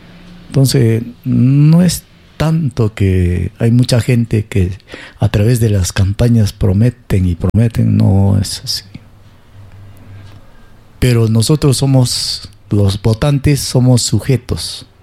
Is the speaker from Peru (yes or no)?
yes; Peru